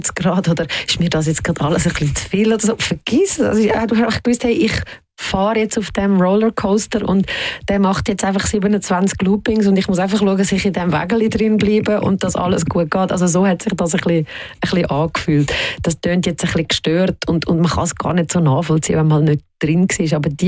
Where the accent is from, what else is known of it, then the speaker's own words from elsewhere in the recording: Switzerland; Auf der anderen Seite bin ich da in der Schweiz aufgewachsen und habe sehr eine behütete Kindheit gehabt.